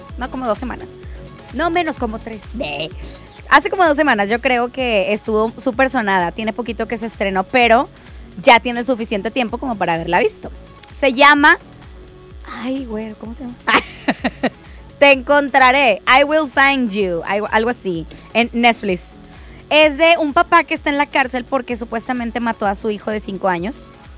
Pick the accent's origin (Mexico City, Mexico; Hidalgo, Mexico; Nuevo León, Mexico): Nuevo León, Mexico; Monterrey; Bueno, qué raro somos los regios.